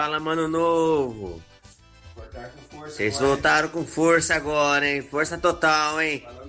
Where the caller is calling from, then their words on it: Aguaí, São Paulo, Brazil; de Aguaí.